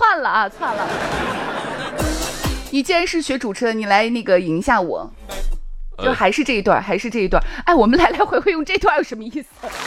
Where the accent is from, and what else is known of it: Shaanxi, China